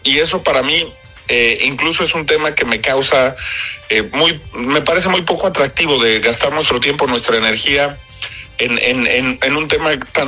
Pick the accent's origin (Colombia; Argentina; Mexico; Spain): Mexico; deberíamos como mexicanos de pedirle explicaciones a las fiscalías, a las autoridades.